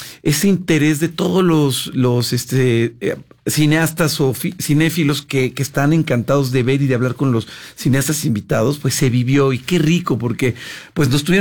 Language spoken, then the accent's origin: Spanish; Mexico; Nosotros somos mexicanos comemos chile y bailamos de cierta manera y festejamos de cierta manera.